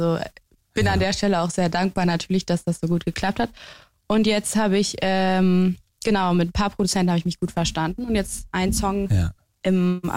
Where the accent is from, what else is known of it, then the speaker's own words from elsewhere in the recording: Berlin, Germany; also born or lived in Münster; Also born in Münster und dann mit 4 nach Steglitz raised.